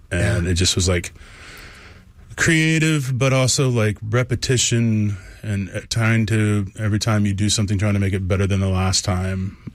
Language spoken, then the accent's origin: English; Tulsa, Oklahoma, United States; You know, I grew up in Tulsa and was at Tulsa Junior College, and I just didn't click, right?